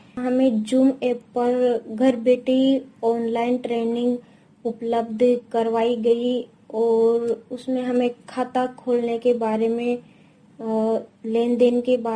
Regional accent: Rajasthan, India; मैं बारा जिले के मुसेन माता गांव की रहने वाली हूँ।

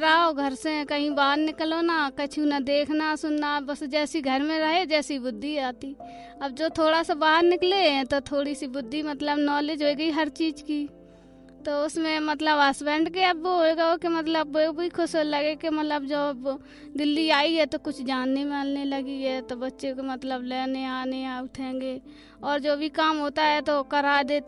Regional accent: Jalaun district, Uttar Pradesh, India; moved away as an adult; now in Delhi, India; मैं यूपी की रहने वाली हूँ। 3 बच्चे हैं मेरे, जिला जालौन है।

